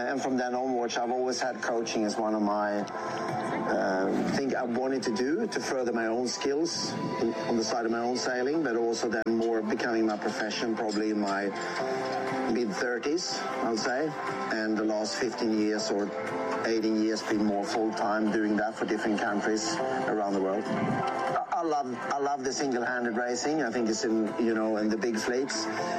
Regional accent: Sweden; moved away as an adult; also born or lived in Western Australia; now in Sydney, Australia; I'm from Sweden originally, and I've lived in WA since 2013

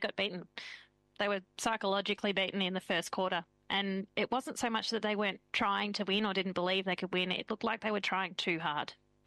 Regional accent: Victoria, Australia; accent: Victorian; I'm saying that with my Victorian accent.

